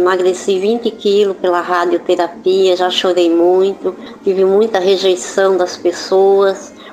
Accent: Joinville, Santa Catarina, Brazil; sou de Joinville, Santa Catarina.

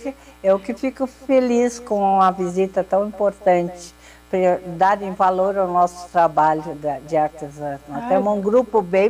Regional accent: Pinheiro Machado, Rio Grande do Sul, Brazil; born there; Eu nasci na campanha. Eu nasci em Pinheiro Machado, no município de Pinheiro Machado.

